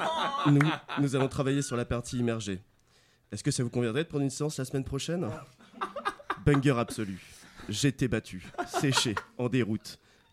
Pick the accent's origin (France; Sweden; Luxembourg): France; J'ai grandi en France d'un père français.